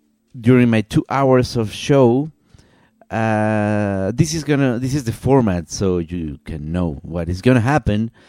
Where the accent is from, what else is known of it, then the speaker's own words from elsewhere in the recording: Mexico; I'm streaming from Mexico, so I have the bias. I'm sorry, I will always be biased. Everyone is biased, and I will be streaming music from people from my country